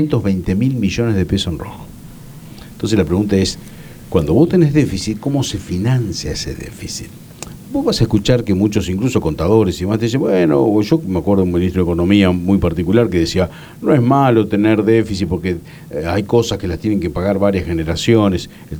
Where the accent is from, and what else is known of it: Argentina